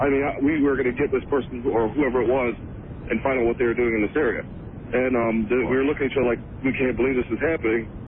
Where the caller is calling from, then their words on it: Detroit, Michigan, United States; We had it's an old house in Detroit in an old area.